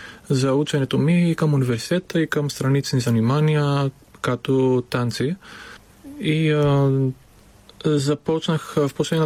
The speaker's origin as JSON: {"language": "Bulgarian", "town": "Veria", "region": "Central Macedonia", "country": "Greece", "tie": "born or raised there", "second_language": "Bulgarian", "lives_now": "Bulgaria", "said": "Особено родния ми град Верия, отнема по-малко време да дойда до София, отколкото от там за Атина."}